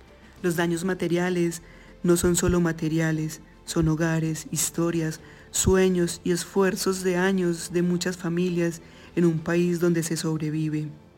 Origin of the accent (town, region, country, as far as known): Colombia